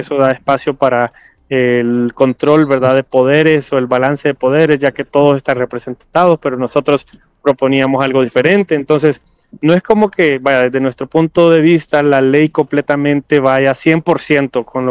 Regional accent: Honduras; acá, vaya, como hondureños

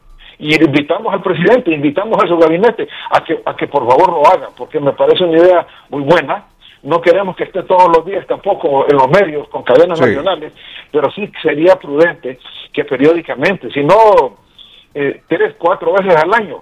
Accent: Honduras; Como hondureño nos interesa que el gobierno le vaya bien.

